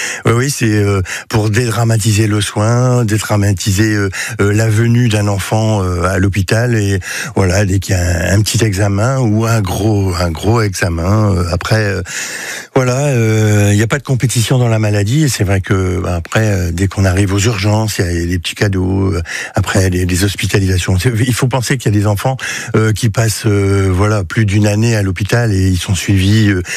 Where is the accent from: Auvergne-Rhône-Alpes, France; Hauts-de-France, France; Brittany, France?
Hauts-de-France, France; Lille; born there; Moi, je suis né à Lille. Oui, je suis né à Lille. En 1959, j'ai 66 balais, voilà.